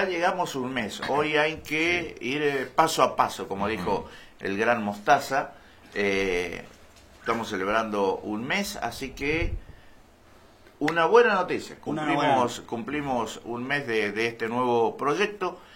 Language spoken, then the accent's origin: Spanish; Argentina